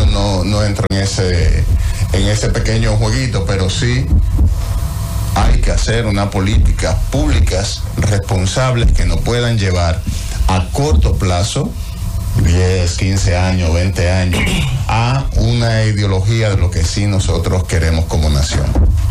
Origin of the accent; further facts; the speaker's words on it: Dominican Republic; Y aquí es que nosotros como dominicanos tendríamos que poner mucho cuidado.